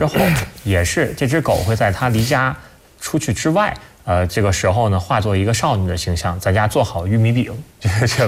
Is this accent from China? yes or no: yes; China; 因为我们是中国人嘛